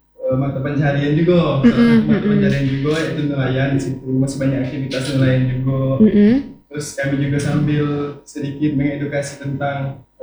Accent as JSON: {"language": "Indonesian", "town": "Danau Teluk", "region": "Jambi", "country": "Indonesia", "tie": "born or raised there", "said": "Nah, jadi peran kami di situ Kak, kami ingin memperkenalkan kampung halaman kami itu di Danau Teluk itu."}